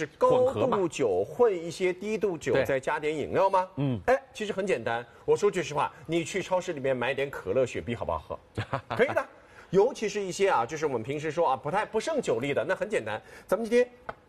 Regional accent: Jiangnan, China; 咱们江南人

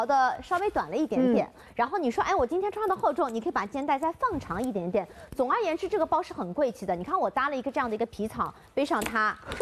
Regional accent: China; 因为我们中国人是比较爱黄金的这样一个颜色哈。

